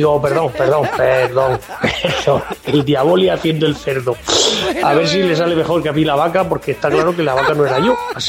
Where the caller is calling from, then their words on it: Murcia, Region of Murcia, Spain; de Murcia